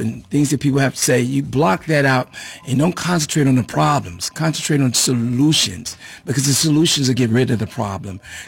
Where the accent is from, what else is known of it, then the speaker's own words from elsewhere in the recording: Suitland, Maryland, United States; We lived, I grew up in Suitland, Maryland, and went to Suitland High School, go Rams.